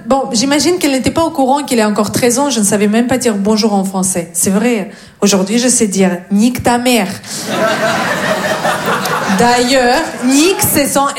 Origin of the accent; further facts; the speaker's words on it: Russia; French is a second language; moved away as an adult; now in France; Non, je viens de Russie.